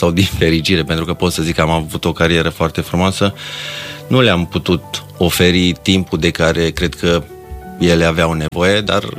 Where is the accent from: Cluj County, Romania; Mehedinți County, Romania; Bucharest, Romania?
Cluj County, Romania; Dej; born there; Da, m-am născut la Dej.